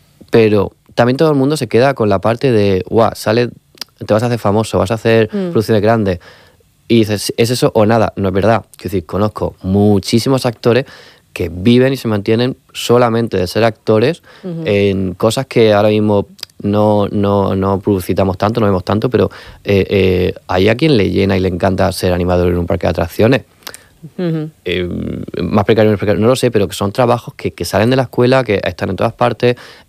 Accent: Murcia, Region of Murcia, Spain; soy de Murcia

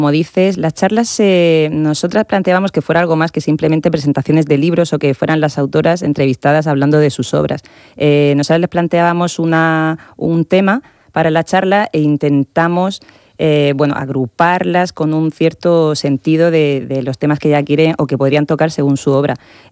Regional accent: Region of Murcia, Spain; nosotros tenemos mucho que decir también como murcianas

